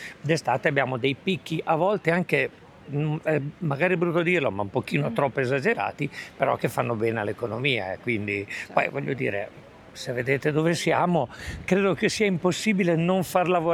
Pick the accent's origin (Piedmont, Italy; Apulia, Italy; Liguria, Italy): Liguria, Italy; Lerici; also born or lived in Milan; io sono cresciuto qua, sono sempre stato qua.